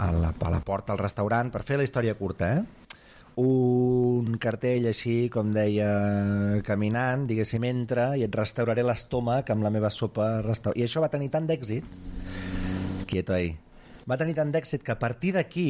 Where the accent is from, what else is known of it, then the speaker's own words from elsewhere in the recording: Catalonia, Spain; som catalans